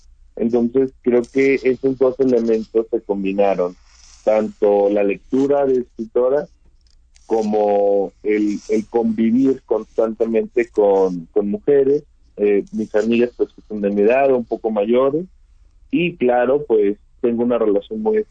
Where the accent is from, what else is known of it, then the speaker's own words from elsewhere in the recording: Zapotlán el Grande, Jalisco, Mexico; Yo soy del sur de Jalisco, nací en Zapotlán el Grande, en el 96, entonces me tocó como una etapa de transición en la que el municipio era mucho más conservador para cuestiones como la homosexualidad